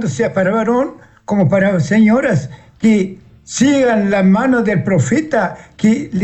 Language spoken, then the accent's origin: Spanish; Pueblo Sequeira, Artigas, Uruguay